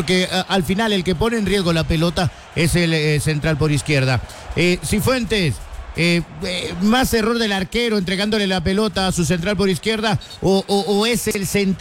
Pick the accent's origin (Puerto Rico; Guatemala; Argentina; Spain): Guatemala